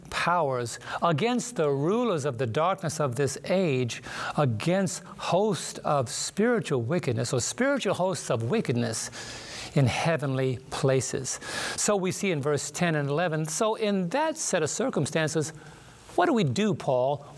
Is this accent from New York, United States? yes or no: yes; New York City, New York, United States; when I was growing up in Brooklyn